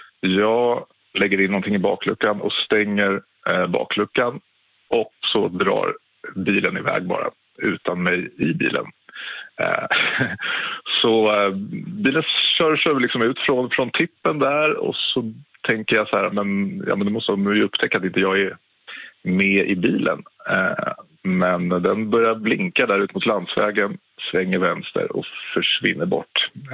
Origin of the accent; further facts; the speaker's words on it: Täby, Stockholm County, Sweden; Jo, men det här utspelade sig när jag var 18 år 1998 och bodde i Täby där jag växte upp.